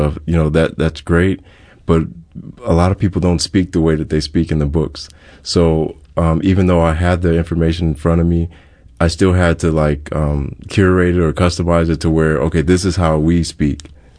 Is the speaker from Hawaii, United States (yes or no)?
yes; Hawaii, United States; I'm Hawaiian, whatever.